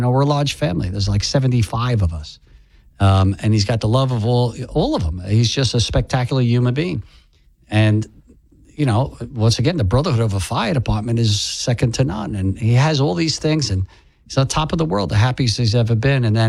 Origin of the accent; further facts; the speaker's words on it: Staten Island, New York, United States; he was going to a little school on Staten Island. We're all from Staten Island.